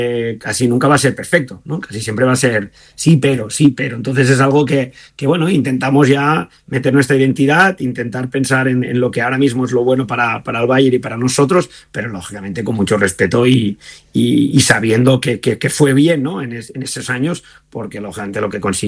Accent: Spain; yo soy entrenador español

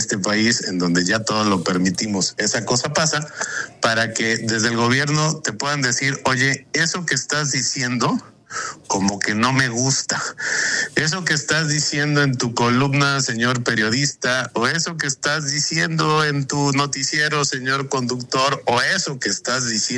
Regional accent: Mexico; quienes somos simplemente mexicanas y mexicanos.

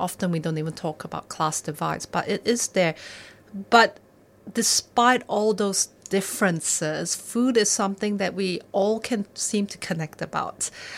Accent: Malaysia; Well, I am a Malaysian by birth. So if you ever had a conversation with Malaysians, we can't stop talking about food. We can go for hours and hours. And I grew up in that context and I've traveled around the world.

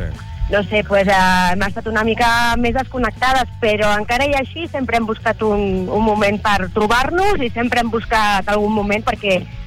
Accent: Vilanova del Vallès, Catalonia, Spain; Jo, de Vilanova del Vallès.

